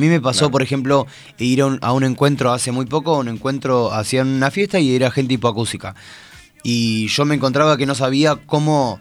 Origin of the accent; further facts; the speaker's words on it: Coronel Dorrego, Buenos Aires Province, Argentina; born there; now in Mar del Plata, Argentina; Yo soy nacido en Dorrego, si bien vivo en Mar del Plata hace 17 años.